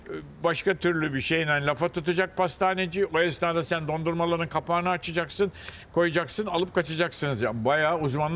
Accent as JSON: {"language": "Turkish", "region": "Istanbul", "country": "Turkey", "tie": "born or raised there", "also_born_or_lived": "Fatsa", "said": "Hayır, ben doğma büyüme İstanbul'uyum. Modalıyım ben ya."}